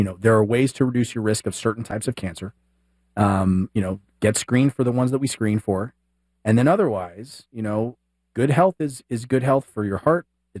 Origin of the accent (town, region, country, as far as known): Dallas, Texas, United States; born or raised there